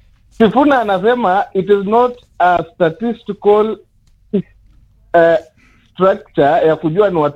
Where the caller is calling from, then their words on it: Busia, Busia County, Kenya; Mimi natoka Busia.